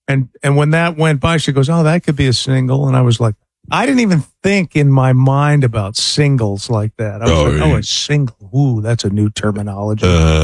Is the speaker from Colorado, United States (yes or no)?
yes; Denver, Colorado, United States; I grew up in Denver.